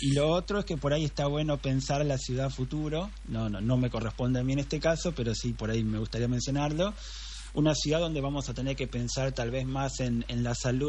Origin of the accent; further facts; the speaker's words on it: Buenos Aires, Argentina; born there; moved away as an adult; now in Concepción, Argentina; mis papás vivían en Buenos Aires, pero claro, siempre vinimos acá a la ciudad a veranear, tenemos claro, una casa familiar y demás. Y bueno, después mi papá en pandemia decidió venirse a vivir acá y atrás claro, me vine yo también.